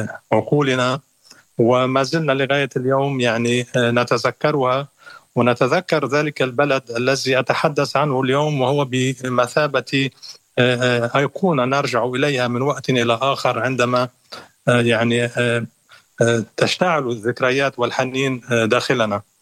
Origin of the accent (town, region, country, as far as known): Lebanon